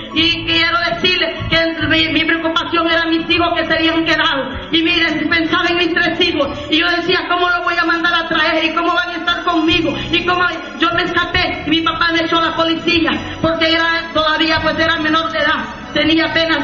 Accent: El Salvador; moved away as an adult; porque la pobreza estaba muy dura en El Salvador, aleluya, soy del Salvador, bendito sea su nombre para siempre, aleluya, y me crié allá por una isla, y de allá tuve que dejar a mis hijos

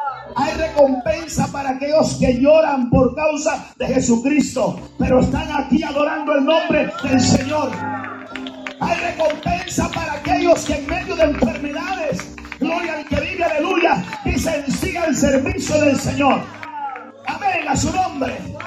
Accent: Guatemala; ya, hermano, no sé ni de dónde soy. Yo estoy revuelto con hondureños, cubanos. Yo sigo diciendo que soy de Guatemala, pues ya no se me oye igual, hermano.

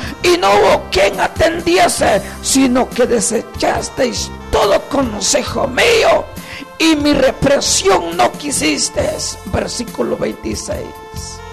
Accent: Guatemala

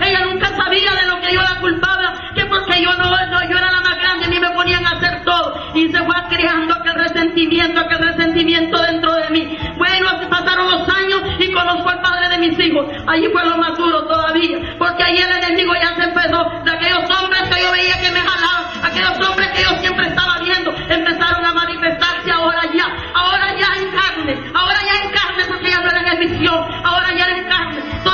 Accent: El Salvador; born or raised there; moved away as an adult

